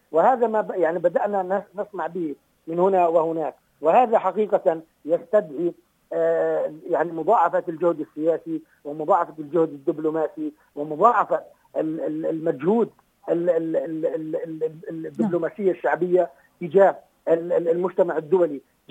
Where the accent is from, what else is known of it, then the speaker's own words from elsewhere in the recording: Palestine; يجب علينا كفلسطينيين